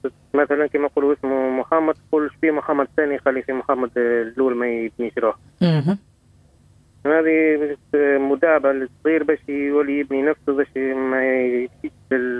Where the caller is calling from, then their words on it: Korba, Nabeul Governorate, Tunisia; من قربة ببيتنا.